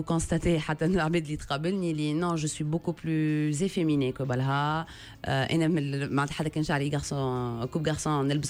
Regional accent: Tunisia; born there; also born or lived in Algeria; انا بابا ديري ديجا امي تونسية بابا ديري. انا تولدت في تونس وخواتي الكبار تولدوا في الجزائر

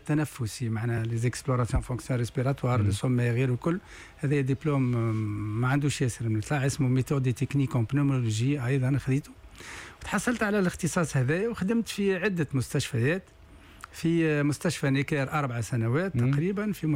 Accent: Tunis, Tunis Governorate, Tunisia; moved away as an adult; now in Paris, France; انا تخرجت من تونس. قريت اول حاجة في خذيت البكالوريا في معهد الوردية. معناها ولد تونس تونس.

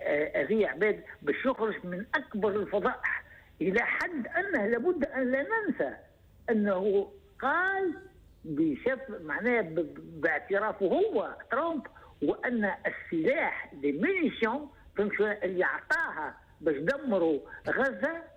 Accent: Tunisia; الشيء اللي يحزنني كتونسي كعربي كمسلم

